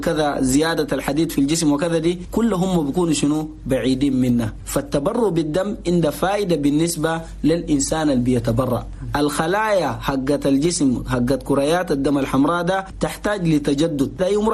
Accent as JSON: {"language": "Arabic", "country": "Chad", "said": "نقول لأخواننا المواطنين جميعا في بلد بلدنا تشاد صحيح أنين قاعدين نواجه مشكلة."}